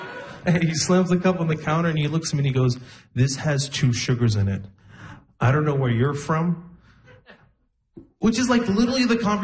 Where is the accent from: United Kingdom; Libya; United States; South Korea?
Libya; English is a second language; where are you from, friend? And I said, I'm from this country called Libya. It's in the Middle East. Now, technically, it's a North African country